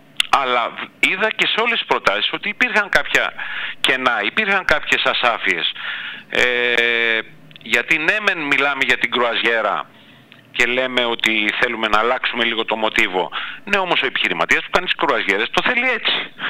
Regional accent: Samos, North Aegean, Greece; Εγώ, σαν Σαμιώτης, σαν πολίτης

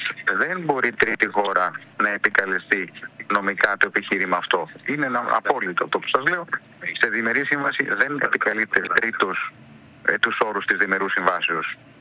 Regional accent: North Aegean, Greece; Εγώ ξέρετε και εσείς, de facto είμαι Σαμιώτης.

